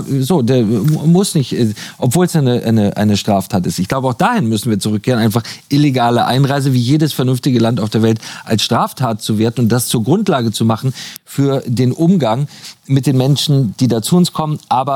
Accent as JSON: {"language": "German", "country": "Germany", "said": "wir als Deutsche"}